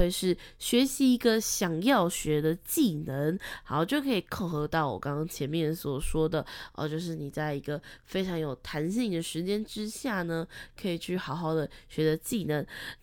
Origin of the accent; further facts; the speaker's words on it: Kaohsiung, Taiwan; moved away as an adult; 我本身是高雄人